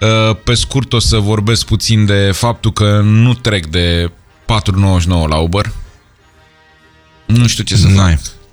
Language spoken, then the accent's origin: Romanian; Craiova, Dolj, Romania; Cum era Craiovița la mine.